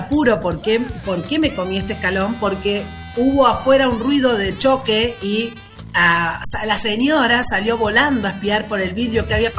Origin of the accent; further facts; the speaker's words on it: Santa Fe, Argentina; No somos nosotros los argentinos, no somos los santafesinos.